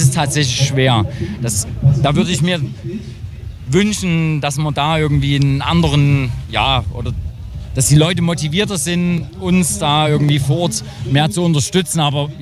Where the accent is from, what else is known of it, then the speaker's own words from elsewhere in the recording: Grimma, Saxony, Germany; Also in meiner Jugend war in Grimma durchaus noch sehr viel